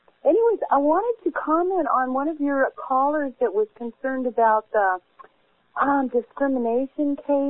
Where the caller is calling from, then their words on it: Kaanapali, Hawaii, United States; I'm calling from Kanapali, Maui.